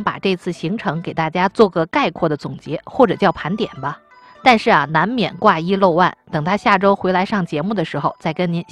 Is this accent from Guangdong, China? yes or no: no; Tianjin, China